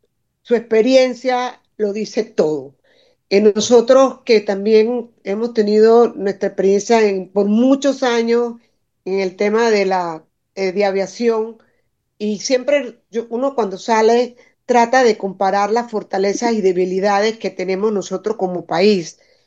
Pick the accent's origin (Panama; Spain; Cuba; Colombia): Panama